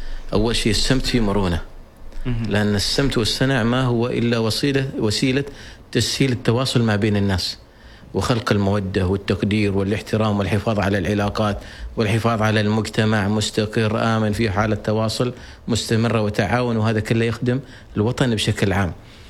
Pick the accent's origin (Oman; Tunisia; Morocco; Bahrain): Oman; أني أنا عماني وابن هذا البلد ولدت في هذا البلد